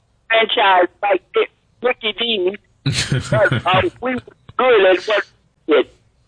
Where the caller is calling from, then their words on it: Cleveland, Ohio, United States; So I've been a Buckeye for a while, coming out of this place called Cleveland, Ohio.